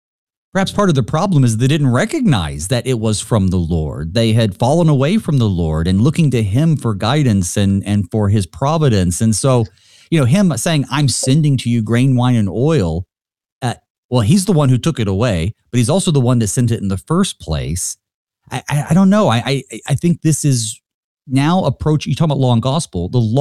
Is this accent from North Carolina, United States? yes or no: yes; North Carolina, United States; I'm from North Carolina